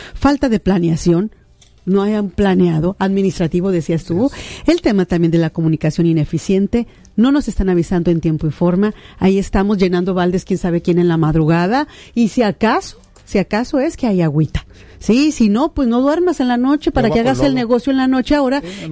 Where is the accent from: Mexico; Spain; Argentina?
Mexico; Culiacán, Sinaloa; todo este sentimiento que traemos los culichis y los sinaloenses